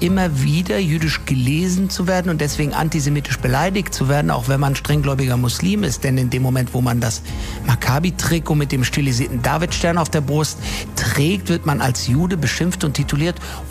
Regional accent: Frankfurt, Hesse, Germany; darauf bin ich besonders stolz als Frankfurter.

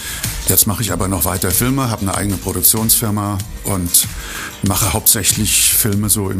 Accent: Kaiserslautern, Rhineland-Palatinate, Germany; moved away as an adult; now in Trippstadt, Germany; ich bin Lauterer, bin in Kaiserslautern geboren, habe 35 Jahre am Messeplatz gelebt und dann bin ich nach Trippstadt ausgewandert und bin trotzdem Lauterer geblieben.

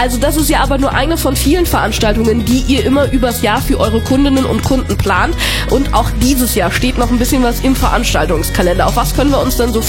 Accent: Saarland, Germany; jetzt kommt ein Thema, was mir als Saarländerin persönlich am Herzen liegt

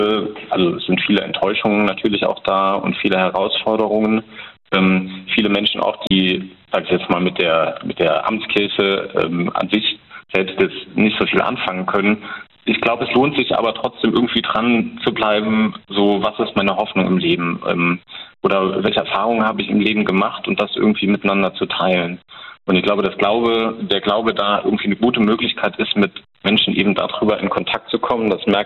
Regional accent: Trier, Rhineland-Palatinate, Germany; Also als ich hier ankam, also ursprünglich komme ich aus Trier. Die Trier da sind ja so ein bisschen zurückhaltender.

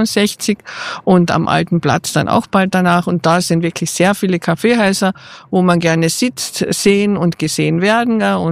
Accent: Carinthia, Austria; Das laissez-faire, leilossen, sagt man bei uns in Kärnten.

